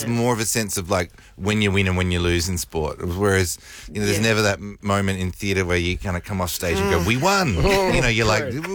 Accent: Melbourne, Victoria, Australia; moved away as an adult; also born or lived in New York; Mentone, which is the suburb I grew up in Melbourne.

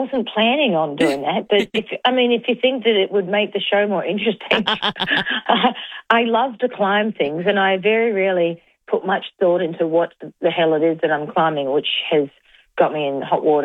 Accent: Adelaide, South Australia, Australia; And when I tell people that I'm from Adelaide, they go, oh, wow, unreal.

